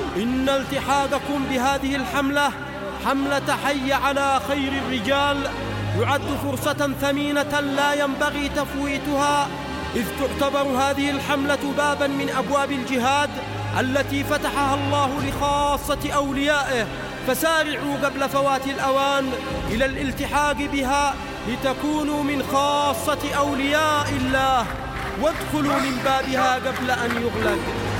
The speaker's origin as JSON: {"language": "Arabic", "country": "Yemen", "said": "بلادنا اليمن"}